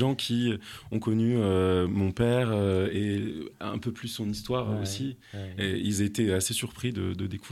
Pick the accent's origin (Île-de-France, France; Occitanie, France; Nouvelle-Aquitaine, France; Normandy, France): Île-de-France, France; Dourdan; C'est là d'où je viens, à la base.